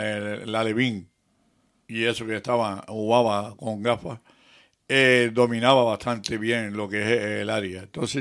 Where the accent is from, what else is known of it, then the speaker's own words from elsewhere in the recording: Canary Islands, Spain; la verdad que yo ahora mismo, como Gran Canario, yo le daría una oportunidad al Teronense